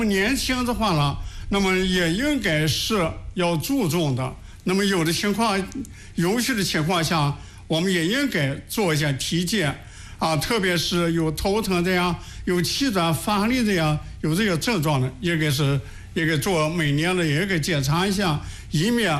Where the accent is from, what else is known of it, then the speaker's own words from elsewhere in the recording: China; 我们中国人口这么多